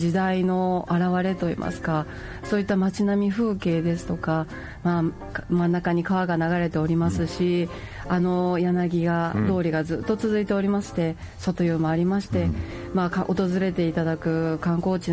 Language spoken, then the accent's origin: Japanese; Toyooka, Hyogo, Japan; moved away as an adult; also born or lived in Tokyo; 城崎温泉になります。